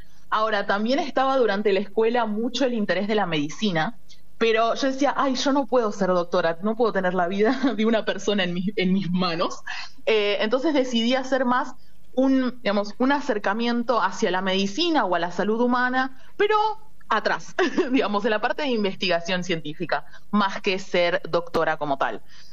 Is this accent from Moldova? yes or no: no; Argentina; moved away as an adult; now in Canada; Argentina sigue siendo Argentina, mi gente está en Argentina, mi cultura está en Argentina